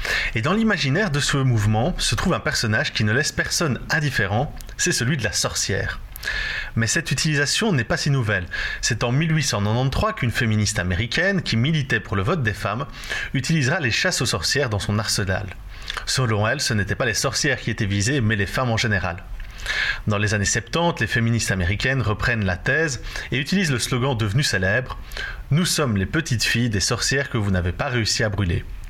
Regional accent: Namur, Wallonia, Belgium; chez nous à Namur

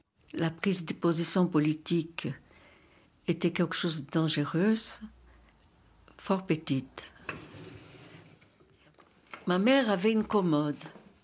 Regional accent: São Paulo, Brazil; French is a second language; moved away; Je suis née à São Paulo, au Brésil, le 26 octobre 1947. São Paulo, à cette époque-là, était déjà une grande ville. Et nous vivions à la périphérie sud.

